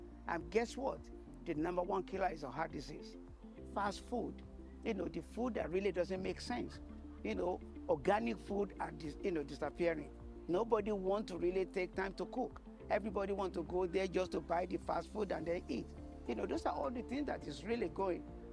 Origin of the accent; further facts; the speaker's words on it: Nigeria; moved away as an adult; now in United States; I am originally from Nigeria, but educated in the United States, where I've been living for about 50 years.